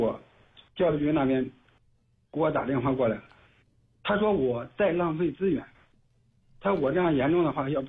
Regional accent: rural Pei County, Jiangsu, China; 我是在沛县，然后我老家是沛县乡下农村的。我是在沛县租房，然后想让小孩在沛县上学。

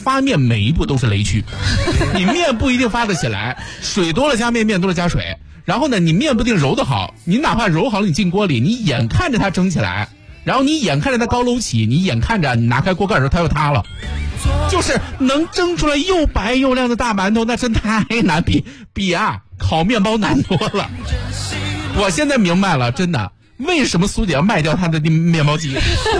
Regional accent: China

